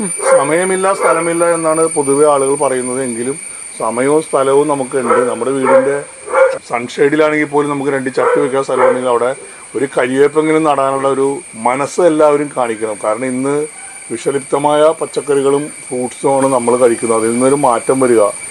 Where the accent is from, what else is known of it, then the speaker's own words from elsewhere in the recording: Kerala, India; ഇവിടെ ജനിച്ചു വളർന്നൊരു നാടായതുകൊണ്ട്